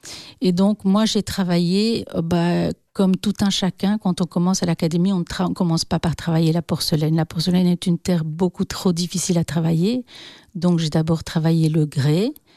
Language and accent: French; Belgium